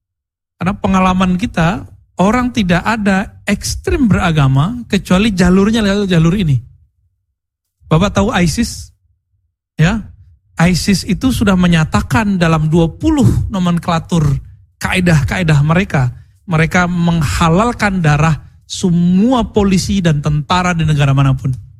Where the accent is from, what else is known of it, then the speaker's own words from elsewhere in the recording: Bukittinggi, West Sumatra, Indonesia; Muhammad Hatta, orang kampung saya.